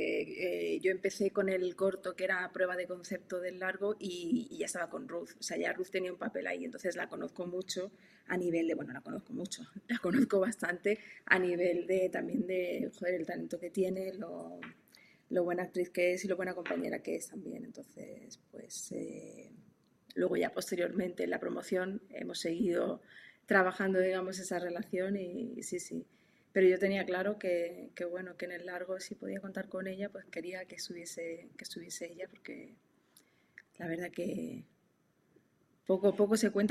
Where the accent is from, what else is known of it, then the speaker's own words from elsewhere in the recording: Jerez de la Frontera, Andalusia, Spain; moved away as an adult; also born or lived in New York / Los Angeles; yo soy de Jerez de la Frontera